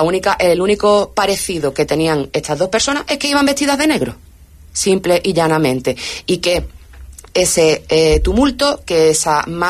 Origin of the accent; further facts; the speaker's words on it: Ceuta, Spain; nuestra ciudad